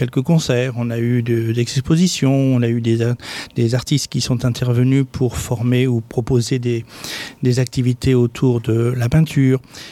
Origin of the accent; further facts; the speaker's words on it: Brittany, France; also born or lived in abroad; je ne suis pas beauvaisien, je ne suis même pas picard. Je suis d'origine de Bretagne, avec un long parcours à l'étranger, comme je l'ai dit.